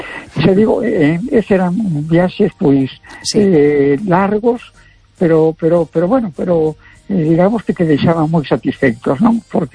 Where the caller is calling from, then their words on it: A Coruña, Galicia, Spain; de Coruña.